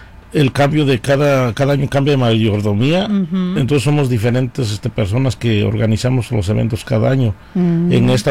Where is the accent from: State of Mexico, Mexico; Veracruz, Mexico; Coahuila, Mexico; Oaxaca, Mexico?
Oaxaca, Mexico; Santa María Tindú; Somos de Santa María Tindú.